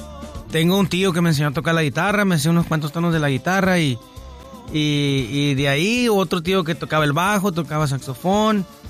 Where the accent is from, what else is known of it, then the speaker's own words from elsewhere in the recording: Nacozari de García, Sonora, Mexico; Yo soy de Nacozari, de García, Sonora. Soy sonorense, 100% sonorense. Ya tengo 41 años